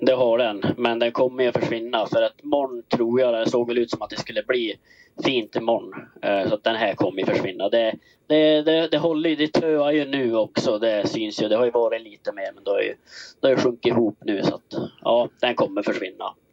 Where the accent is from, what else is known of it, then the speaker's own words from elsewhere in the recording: Lima, Dalarna County, Sweden; jag är väl här hemma i Lima, där jag är född och uppvuxen.